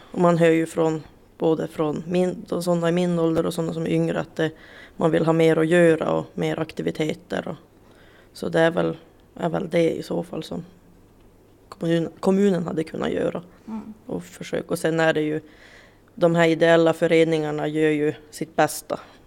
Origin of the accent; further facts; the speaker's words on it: Pajala, Norrbotten County, Sweden; No, jag är ju uppväxt i Pajala.